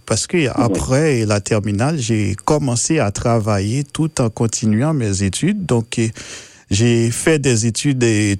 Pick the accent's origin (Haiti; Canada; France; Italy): Haiti; Je suis un paysan. Oui. J'ai quitté mon village natal pour entrer à Port-au-Prince pour continuer mes études secondaires.